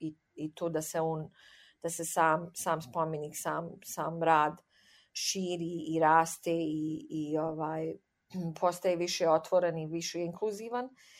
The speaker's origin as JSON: {"language": "Serbian", "town": "Banja Luka", "region": "Republika Srpska", "country": "Bosnia & Herzegovina", "said": "Jer ja nisam iz Srebrenice, ja sam iz Banja Luke"}